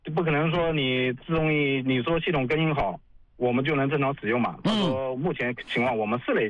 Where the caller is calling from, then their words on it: Nanjing, Jiangsu, China; 我们南京这边